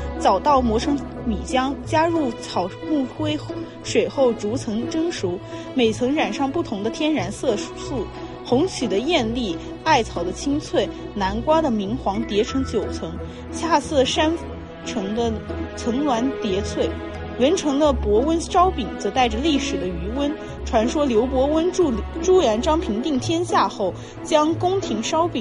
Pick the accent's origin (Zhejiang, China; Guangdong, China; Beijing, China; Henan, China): Zhejiang, China; Wenzhou; 作为一个土生土长的温州人，